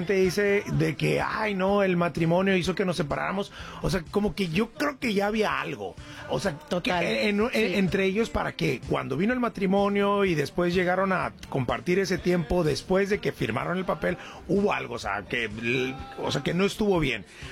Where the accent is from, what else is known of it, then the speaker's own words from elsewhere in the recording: Houston, Texas, United States; moved away; Yo tenía muchos vecinos allá en Houston, de donde vengo